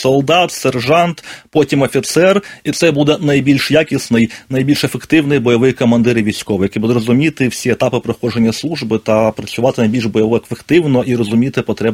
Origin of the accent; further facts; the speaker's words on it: Brovary, Kyiv Oblast, Ukraine; війна для мене почалася з прильотів по моїм рідним броварам. Я сам родом з Київщини.